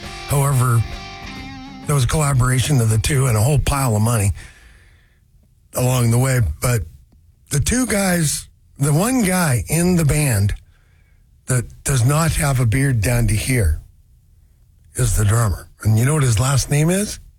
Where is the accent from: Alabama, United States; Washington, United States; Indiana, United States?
Washington, United States; Seattle; I bet I have mutual friends because I came from Ballard because, yeah, sure, you bet you we had fishing there.